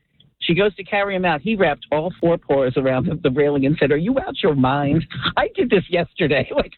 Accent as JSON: {"language": "English", "town": "Philadelphia", "region": "Pennsylvania", "country": "United States", "tie": "born or raised there", "moved": "yes", "lives_now": "Mount Laurel, United States", "said": "Grew up in Philadelphia, had this beautiful black cat."}